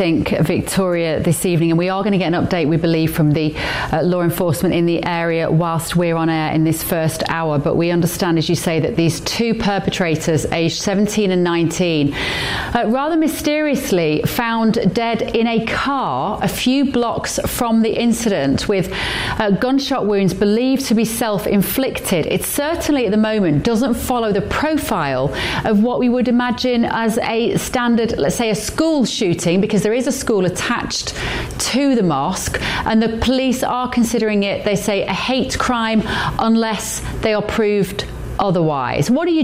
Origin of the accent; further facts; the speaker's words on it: United Kingdom; as a Brit